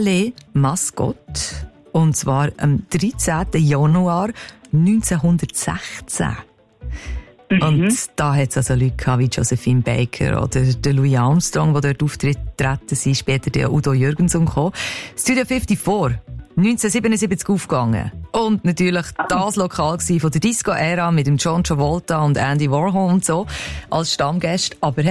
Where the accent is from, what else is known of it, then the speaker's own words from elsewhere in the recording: Switzerland; Bei uns in der Schweiz oder in Schottland?